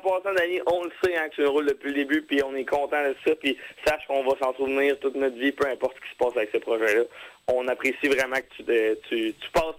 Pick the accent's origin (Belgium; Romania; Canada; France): Canada; Quebec; Il y avait aussi une performance à l'Asso, mais là, l'Asso, on l'avait aussi à cause qu'on est des Québécois.